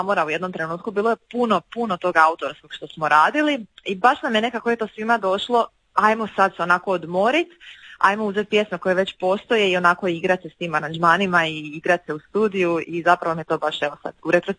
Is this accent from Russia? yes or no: no; Slavonia, Croatia; Ja sam inače iz Slavonije i svirala sam tamburu prije nego što sam počela, tako da me puno toga veže uz tu glazbu